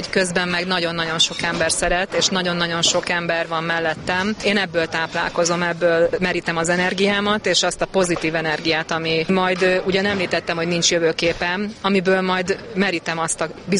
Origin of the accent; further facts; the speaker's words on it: Hungary; Én teljes mértékben magyar vagyok Magyarországon.